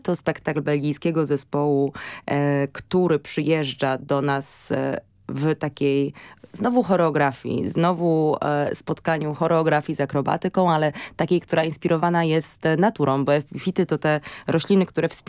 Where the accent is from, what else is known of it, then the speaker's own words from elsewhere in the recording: Poznań, Greater Poland Voivodeship, Poland; Jako poznanianka mogę powiedzieć, że nieraz marzyłam, żeby to piękne miasto znalazło się w kamerze